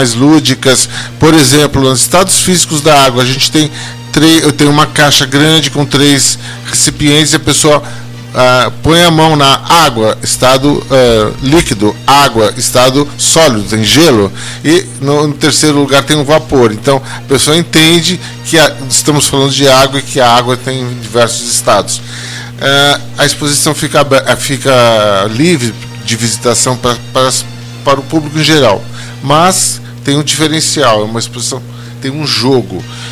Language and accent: Portuguese; São Paulo, Brazil; Eu sou de São Paulo.